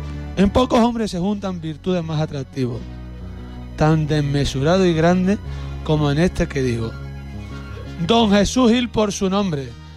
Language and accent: Spanish; Andalusia, Spain